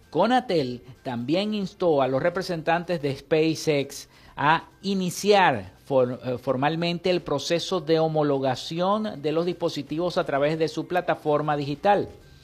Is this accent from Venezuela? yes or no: yes; Venezuela